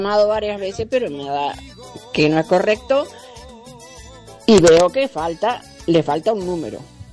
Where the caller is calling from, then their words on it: Tala, Canelones, Uruguay